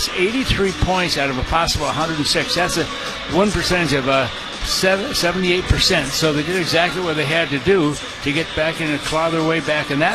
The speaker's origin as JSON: {"language": "English", "town": "Fort Erie", "region": "Ontario", "country": "Canada", "tie": "born or raised there", "said": "that's my hometown of Fort Erie, Ontario. So, I have seen many minor league games in the old Buffalo Bisons years ago, back in the 60s when I was a kid growing up in Fort Erie"}